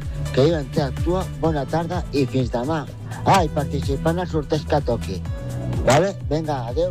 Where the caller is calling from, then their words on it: Sant Cugat del Vallès, Catalonia, Spain; Soc de Sant Cugat